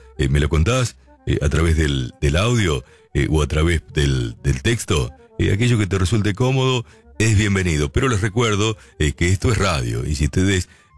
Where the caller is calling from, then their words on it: Florencio Varela, Buenos Aires Province, Argentina; Buen día, Oscar. … de Florencio Varela.